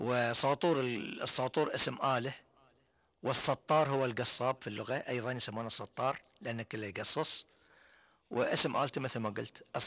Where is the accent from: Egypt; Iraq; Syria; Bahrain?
Bahrain; وعندنا في البحرين ما أقدر أقول إن فترة المطر